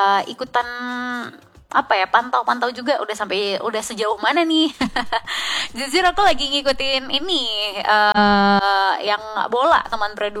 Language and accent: Indonesian; Ternate, North Maluku, Indonesia; sebagai warga Ternate